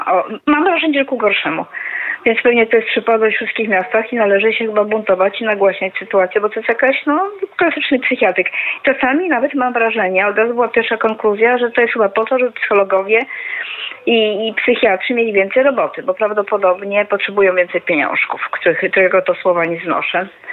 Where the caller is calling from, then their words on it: Wrocław, Lower Silesian Voivodeship, Poland; ja dzwonię z Wrocławia oczywiście